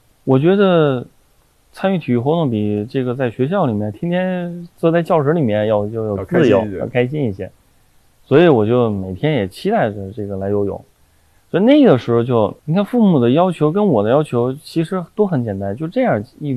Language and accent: Chinese; Beijing, China; born there; 我们那个小学就是在北体大的后面。